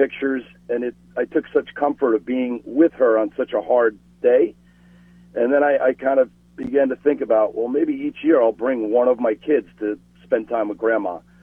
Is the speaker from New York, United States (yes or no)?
yes; New York, United States; now in Chicago, United States; was born out of living in the Chicago area since 2004. I mean, it kind of broke my mom's heart when I moved away from New York.